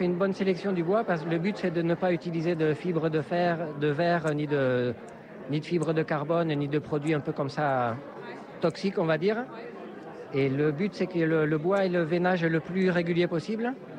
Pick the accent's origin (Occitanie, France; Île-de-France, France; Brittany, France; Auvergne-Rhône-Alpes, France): Occitanie, France; Bourisp; moved away; also born or lived in Andorra; j'ai 46 ans et je suis originaire de Bourrispe dans la Vallée d'Or à côté de Saint-Lary.